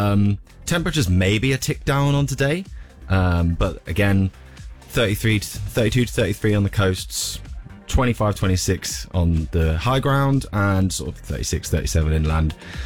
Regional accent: King's Lynn, East of England, United Kingdom; I'm from King's Lynn in Norfolk.

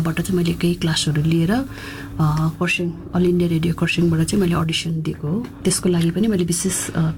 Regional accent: Darjeeling, West Bengal, India; born there; म मेरो जन्म चाहिँ दार्जिलिङमा भएको दार्जिलिङकै हो

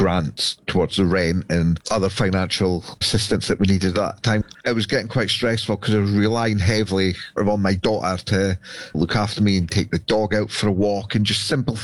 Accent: Brechin, Scotland, United Kingdom; we decided to move back up to Scotland because I'm a originally from Brechin.

